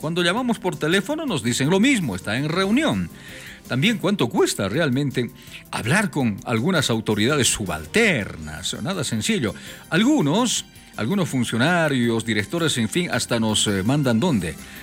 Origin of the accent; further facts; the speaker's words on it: Bolivia; los bolivianos compramos combustible de otros países.